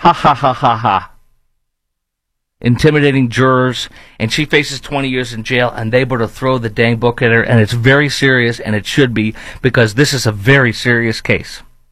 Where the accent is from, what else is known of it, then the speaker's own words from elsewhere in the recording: Chicago, Illinois, United States; accent: Chicago; Of course, you could make fun of my Chicago accent, but that's okay.